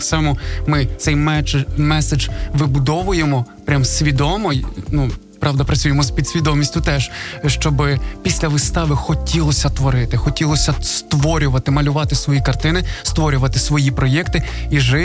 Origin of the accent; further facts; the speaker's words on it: Chernivtsi, Chernivtsi Oblast, Ukraine; moved away as an adult; now in Kyiv, Ukraine; я сам чернівчанин, буковинець. В 2012 році я виїхав до Києва, поступив Карпенка Карого, навчався, працюю зараз у 5 театрах Києва.